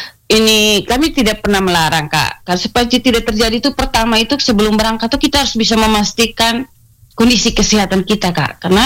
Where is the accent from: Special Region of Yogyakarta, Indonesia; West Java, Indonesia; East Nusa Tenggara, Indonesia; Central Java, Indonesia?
East Nusa Tenggara, Indonesia; Yang kedua itu adalah kebiasaan salah kita orang NTT itu, kebiasaan begadang, Kak.